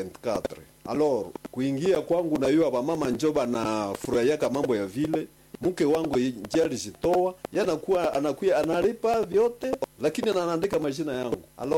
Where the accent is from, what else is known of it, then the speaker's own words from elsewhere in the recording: Butembo, North Kivu, DR Congo; mgini ya kwetu hapa Butembo